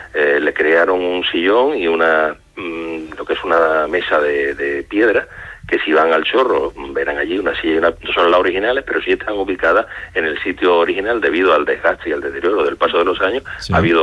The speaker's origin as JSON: {"language": "Spanish", "town": "Málaga", "region": "Andalusia", "country": "Spain", "said": "como los malagueños somos así"}